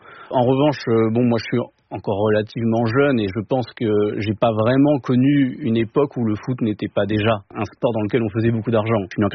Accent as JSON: {"language": "French", "country": "France", "said": "J'ai un attachement à Liverpool, alors je suis français, mais depuis 2005 en fait"}